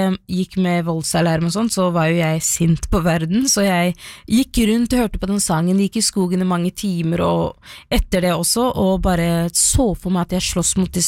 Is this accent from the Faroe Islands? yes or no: no; Somalia; now in Norway; Jeg kan ikke gå i kort bukse eller skjørt på Grønland når folk vet at jeg er somalier.